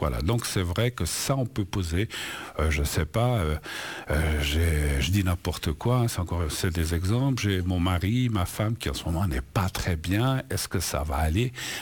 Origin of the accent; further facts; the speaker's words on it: Spain; now in Switzerland; C'est le cas, alors, jusqu'à présent, de l'Espagne, de mon pays d'origine, l'Espagne, où j'avais un oncle qui disait « Oh, ici en Suisse, vous êtes quand même bien loti